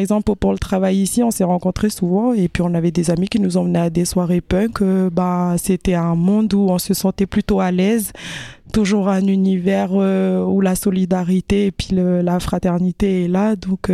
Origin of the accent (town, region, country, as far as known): New Caledonia